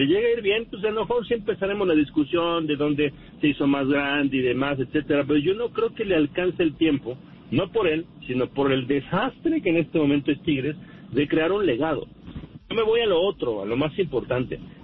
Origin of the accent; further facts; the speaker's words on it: Monterrey, Nuevo León, Mexico; El regio no es de México, el regio es de Regiolandia, es de Monterrey. Y ya después, sí somos de México.